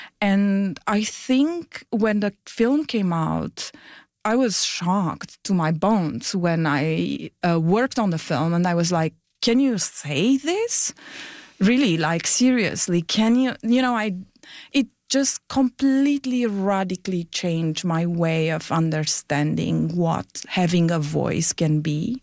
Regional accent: Romania; I grew up in Romania in the time of the Ceausescu dictatorship.

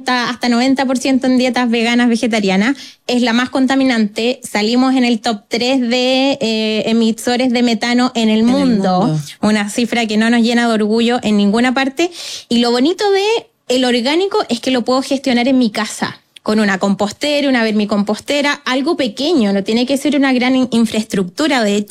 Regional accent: Chile

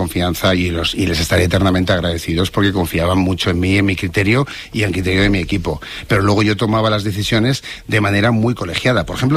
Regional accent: Seville, Andalusia, Spain; now in Madrid, Spain; yo empecé aquí mi primer trabajo como becario en Madrid cuando vine de Sevilla

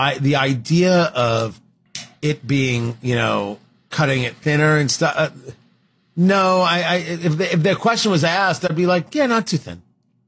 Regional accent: New Jersey, United States; growing up in Jersey, the idea that things had to be sliced paper thin

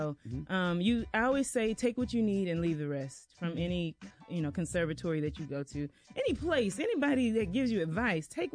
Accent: South Carolina, United States; I'm from South Carolina, small town, grew up in the church, low to mid class family.

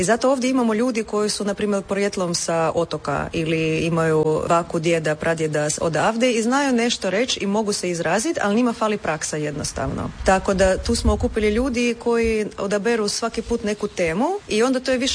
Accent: Russia; Croatian is a second language; now in Croatia; Edo je iz Hrvatske, ja sam iz Rusije, ali poprilično dobro sam savladala.

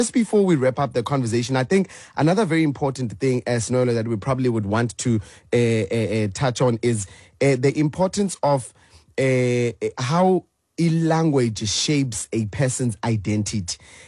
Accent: South Africa; us as South African also citizens

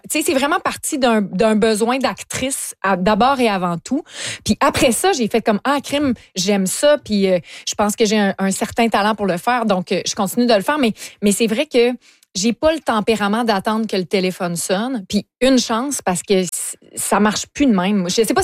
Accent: Lévis, Quebec, Canada; moi, je viens de Lévis.

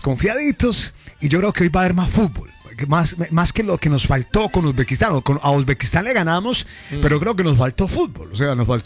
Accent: Colombia; me recalcan de verdad que soy un buen colombiano

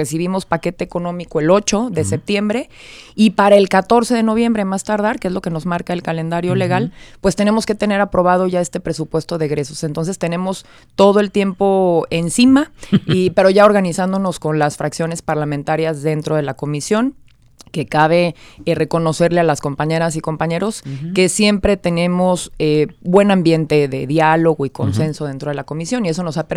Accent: Jalisco, Mexico; sí, soy jalisciense

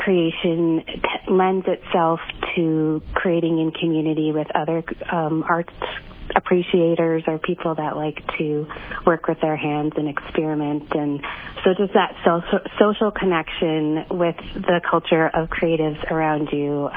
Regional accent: Bethel, Alaska, United States; I'm non-Indigenous, but I was born and raised in Bethel

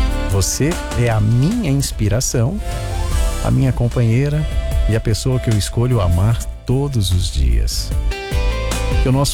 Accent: Benedito Leite, Maranhão, Brazil; Eu sou do interior do Maranhão, no povoado Espinho, município de Benedito Leite.

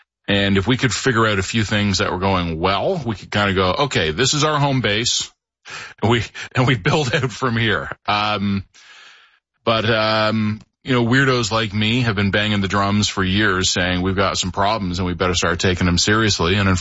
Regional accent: Toronto, Ontario, Canada; So my hometown, Toronto

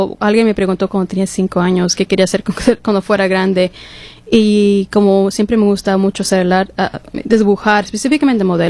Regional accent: Washington, United States; Spanish is a second language; also born or lived in California; Pero soy de Washington. Pero soy washingtonia.

